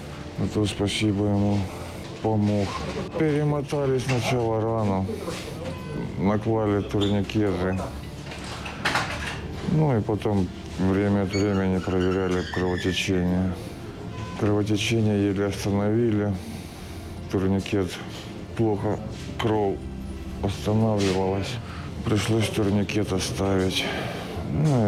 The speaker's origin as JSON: {"language": "Ukrainian", "town": "Chasiv Yar", "region": "Donetsk Oblast", "country": "Ukraine", "tie": "born or raised there", "said": "Родом з Часов'яра, на війні вже 4 роки. Працював на заводі"}